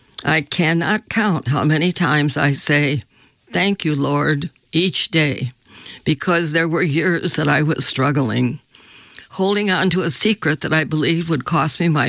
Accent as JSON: {"language": "English", "town": "Roanoke", "region": "Virginia", "country": "United States", "tie": "born or raised there", "said": "I grew up in Roanoke, Virginia, the second of four children. Mom worked for a nonprofit, and Dad was a judge."}